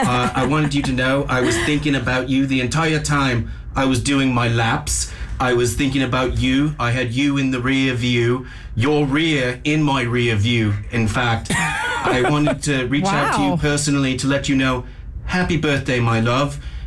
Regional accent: United Kingdom; And yes, I'm British. Sometimes sound Australian. You have to deal with it.

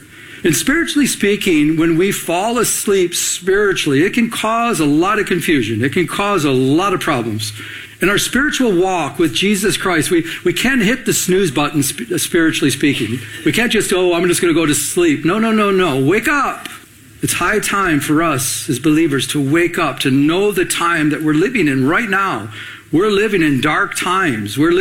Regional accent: Michigan, United States; growing up in Michigan, there's a lot of lakes

